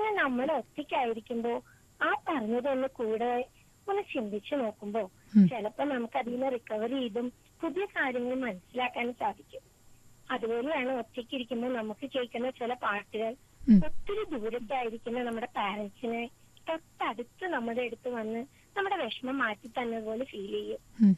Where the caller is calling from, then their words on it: Ernakulam, Kerala, India; ഞാൻ എറണാകുളത്തിൽ നിന്നാണ് വിളിക്കുക.